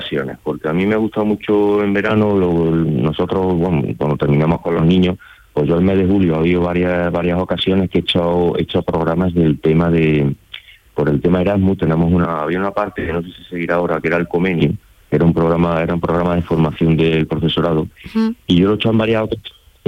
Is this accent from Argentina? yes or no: no; Hinojosa del Duque, Andalusia, Spain; also born or lived in Albacete; pues yo me vine para aquí, para mi tierra, para Las Pedroches.